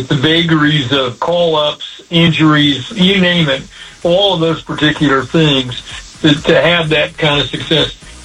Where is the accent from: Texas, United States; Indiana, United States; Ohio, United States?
Indiana, United States; Plainfield; when I was a kid, growing up in Plainfield